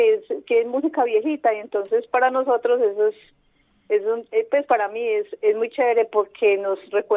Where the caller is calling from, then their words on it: Medellín, Antioquia, Colombia; De Medellín, Calasanz.